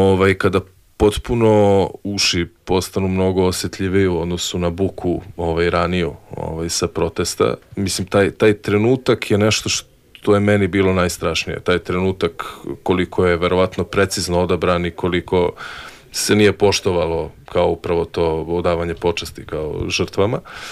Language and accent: Serbian; Belgrade, Serbia; born there; Pa da, mislim, rođen sam tu.